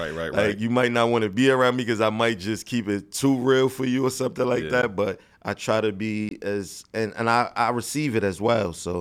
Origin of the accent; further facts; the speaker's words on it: Bronx, New York, United States; also born or lived in Rochester; Because I'm from the city, I'm from the Bronx, yeah, New York. Yeah. So, and like, I spent 20 years of my life in the Bronx and 20 years of my life in Rochester.